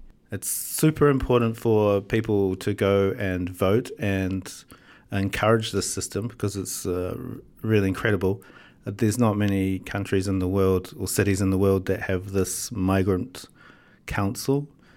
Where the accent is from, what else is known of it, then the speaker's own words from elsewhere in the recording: New Zealand; now in Austria; Within the party, we have people from different countries, such as I'm from New Zealand, Australia, England, Philippines.